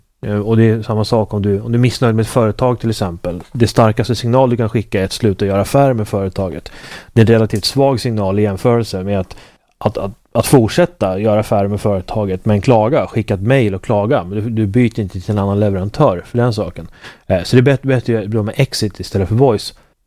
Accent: Sweden; Då kan vi bo i Sverige som jag egentligen ville, för det är mitt hemland

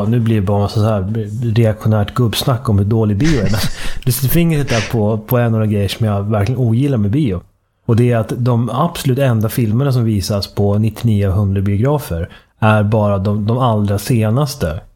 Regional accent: Uppsala, Uppsala County, Sweden; Och naturligtvis i Uppsala är ju speciellt där jag kommer ifrån.

